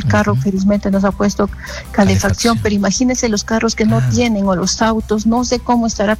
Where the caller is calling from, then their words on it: Casapalca, Lima, Peru; de Casapalca.